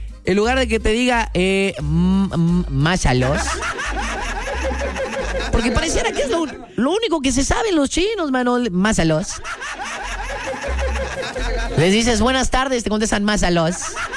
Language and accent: Spanish; Mexico; están en mi país.